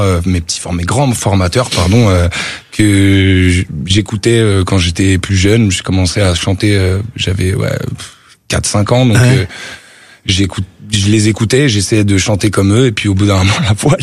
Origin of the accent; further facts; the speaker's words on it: Paris, Île-de-France, France; Parce que malheureusement, je suis de Paris.